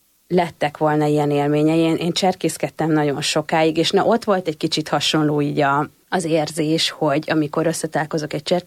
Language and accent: Hungarian; Borsod-Abaúj-Zemplén, Hungary; konkrétan a mi házunk mögött nincsen kerítés, ahol felnőttem. Hát ott így kezdődik a bükk. Osztszevasz. És akkor így mész kilométereket, mire Diósgyőrbe lyukadsz ki.